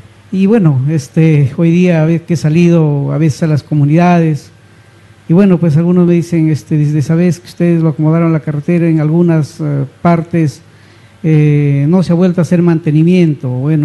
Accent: Otuzco, La Libertad, Peru; yo soy de Otuzco.

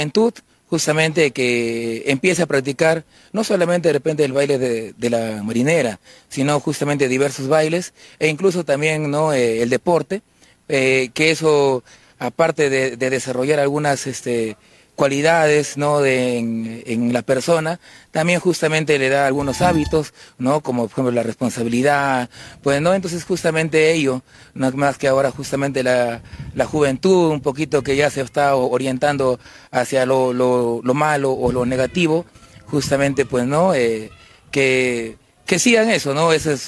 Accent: Trujillo, La Libertad, Peru; trujillano, justamente de pura cepa.

